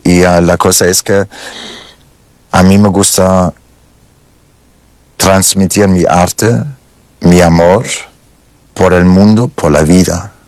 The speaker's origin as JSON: {"language": "Spanish", "country": "Germany", "tie": "born or raised there", "first_language": "German", "second_language": "Spanish"}